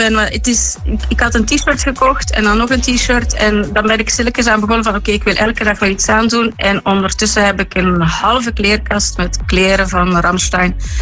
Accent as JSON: {"language": "Dutch", "town": "Leuven", "region": "Flanders", "country": "Belgium", "said": "Ik ben wel niet uit Aalst, ik ben uit Leuven."}